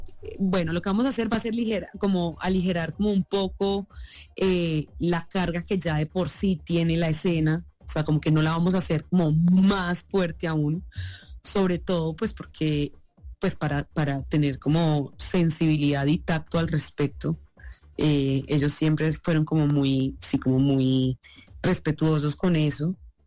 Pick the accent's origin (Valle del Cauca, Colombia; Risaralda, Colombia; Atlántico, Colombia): Atlántico, Colombia; Barranquilla; yo soy barranquillera, pero no me identifico como, o sea, no soy de clase alta, no vengo de ahí, de esos orígenes.